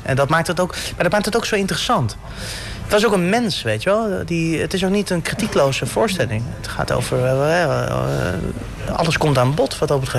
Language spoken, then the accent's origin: Dutch; The Hague, South Holland, Netherlands; Het equivalent van Schilderswijk, waar ik vandaan kom.